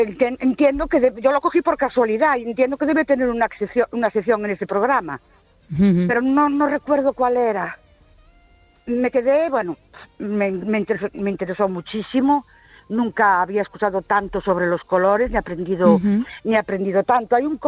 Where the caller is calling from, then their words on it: Ourense, Galicia, Spain; Buenas noches … de Ourense.